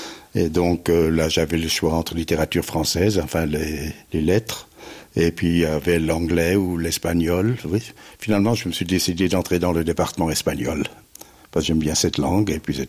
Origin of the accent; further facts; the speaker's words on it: Languidic, Brittany, France; also born or lived in Zurich; now in Fribourg, Switzerland; J'ai fait une cérémonie chez moi, à Languédic, pour tous les gens, nos amis et tout ça.